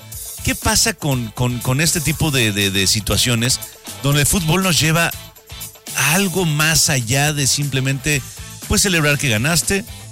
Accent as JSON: {"language": "Spanish", "country": "Mexico", "said": "vamos a enfocarnos en nuestro país"}